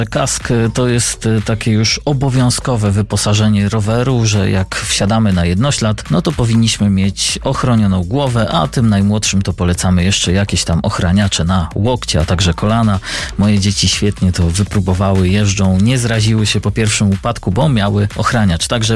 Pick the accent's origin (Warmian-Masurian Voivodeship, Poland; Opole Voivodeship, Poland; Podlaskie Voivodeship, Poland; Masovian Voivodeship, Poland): Masovian Voivodeship, Poland; Kadzidło; Kadzidło to kurpie, to tak tylko lekko sprostuję, bo to moje rodzinne strony.